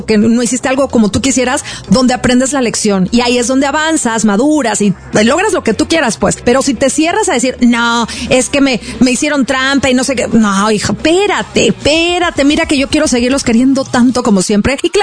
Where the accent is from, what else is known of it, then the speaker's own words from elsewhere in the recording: Mexico; Pregúntenme a mí, si soy mexicana